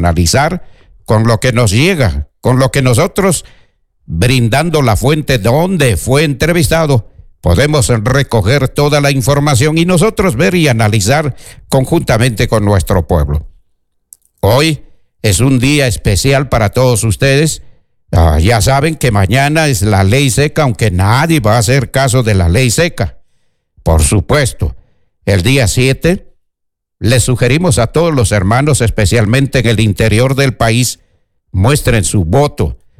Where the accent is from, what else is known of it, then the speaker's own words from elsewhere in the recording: Peru; como vivimos muy alejados de la capital